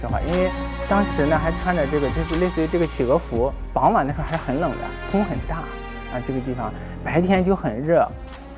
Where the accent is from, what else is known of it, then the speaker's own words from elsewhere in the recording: China; 我们中国人